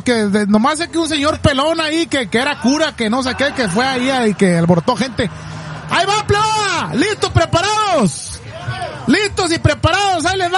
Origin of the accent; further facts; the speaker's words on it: Zamora, Michoacán, Mexico; ¡soy michoacano, señores! ¡Nacido y criado en Zamora!